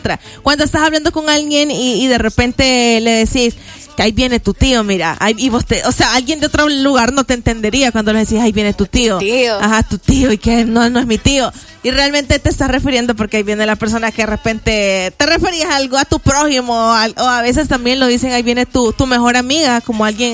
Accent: El Salvador; si no has hecho un tripcito así, realmente hemos fallado como salvadoreños.

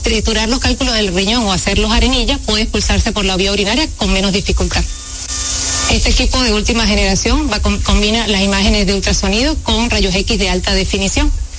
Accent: Venezuela; Soy venezolana.

